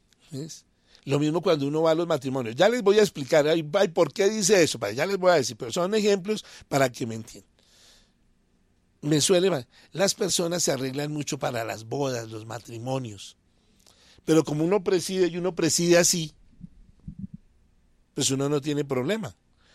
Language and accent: Spanish; Bogotá, Colombia; yo soy bogotano, pero me la he pasado casi siempre en tierra caliente.